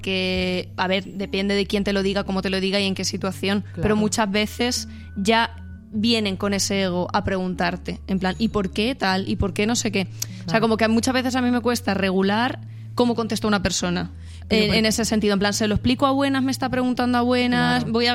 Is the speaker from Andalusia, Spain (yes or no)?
yes; Andalusia, Spain; Granada, en mi pueblo, wow.